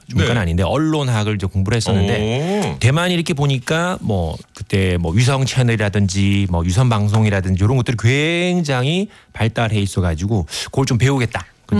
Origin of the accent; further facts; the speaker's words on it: Daegu, South Korea; moved away as an adult; now in Taiwan; 대구죠, 네.